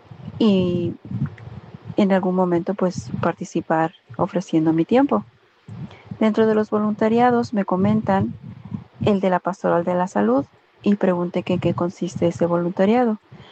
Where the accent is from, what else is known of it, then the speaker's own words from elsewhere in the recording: Mexico; tengo 56 años, soy casada, soy de México, tengo dos hijas y soy fisioterapeuta.